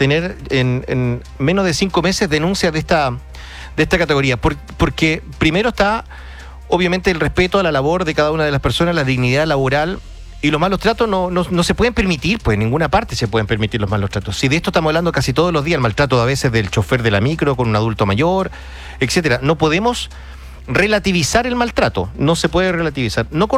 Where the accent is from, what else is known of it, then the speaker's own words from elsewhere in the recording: Chile; Sí y no, porque somos chilenos